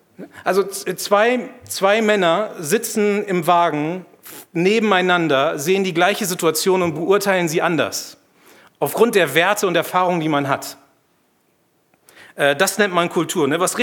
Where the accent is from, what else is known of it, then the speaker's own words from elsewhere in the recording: Germany; als Deutscher